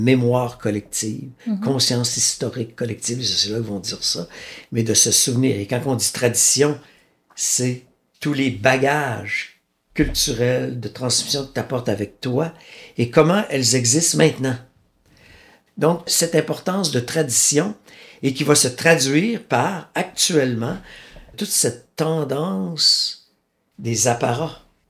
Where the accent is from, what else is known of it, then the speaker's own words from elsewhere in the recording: Wendake, Quebec, Canada; Par exemple, chez nous, à Wendake, on défend beaucoup la présence de Zacharie Théroulin-Vincent comme un pionnier version Beaux-Arts au 19e siècle.